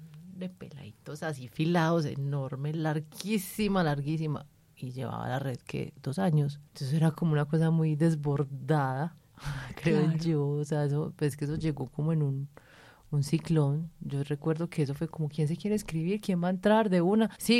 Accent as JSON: {"language": "Spanish", "town": "Medellín", "region": "Antioquia", "country": "Colombia", "said": "Y yo soy de Aranjuez."}